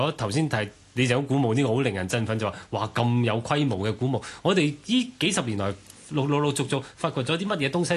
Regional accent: Hong Kong; 香港人我哋土生土長嘅

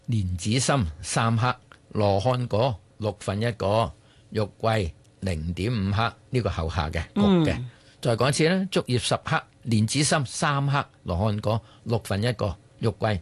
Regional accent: Guangdong, China; 我哋广东人嗰句说话话，聚火就系咁解啦。

